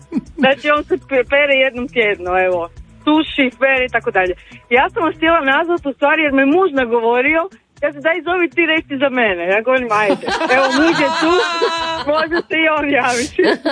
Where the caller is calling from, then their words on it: Mali Lošinj, Primorje-Gorski Kotar County, Croatia; mi smo inače iz Malog Lošinja i idemo u Split na par dana